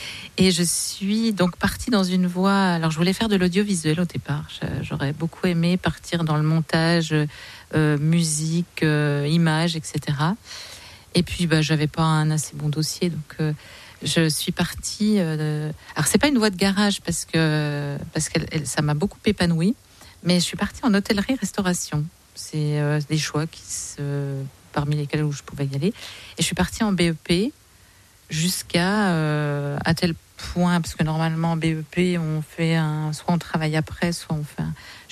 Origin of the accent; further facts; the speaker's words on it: Pontarlier, Bourgogne-Franche-Comté, France; Non, je suis originaire de Pontarlier, alors c'est pas très loin, mais je suis née à Pontarlier.